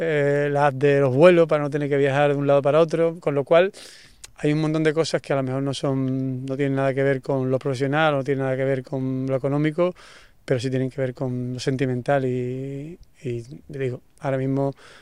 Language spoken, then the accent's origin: Spanish; San Fernando, Andalusia, Spain; estoy en mi pueblo, en mi ciudad